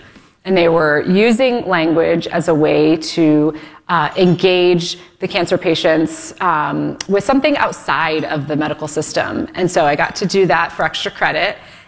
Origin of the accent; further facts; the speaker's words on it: Solon, Ohio, United States; moved away; I was born and raised in Solon, Ohio, spent 13 years in the Solon School District